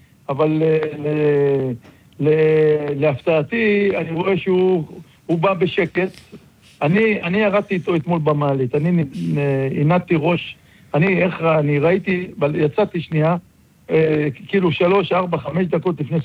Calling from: Netanya, Central District, Israel; אצלנו בנתניה

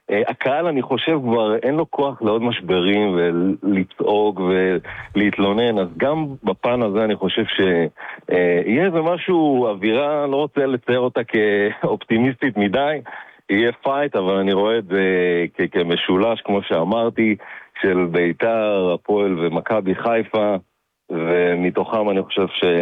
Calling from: Ariel, West Bank, Palestine; אני מאריאל.

